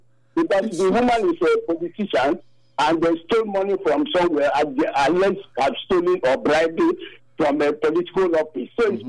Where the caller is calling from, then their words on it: Nigeria; I'm calling from Ogbesa community.